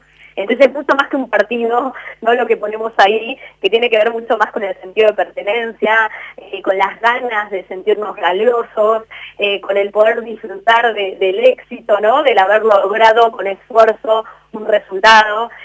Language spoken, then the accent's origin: Spanish; Argentina; Y además, como argentinos, hay algo de lo colectivo que se pone en juego, ¿no?